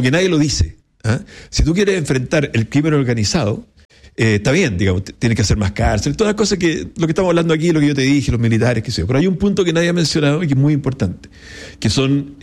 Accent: Ñuble, Chile; Yo soy de Ñuble y ahí lo conocí a Martín Arrau como intendente.

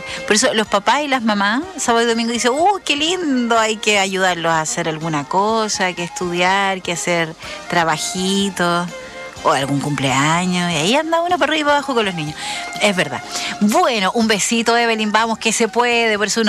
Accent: Chile

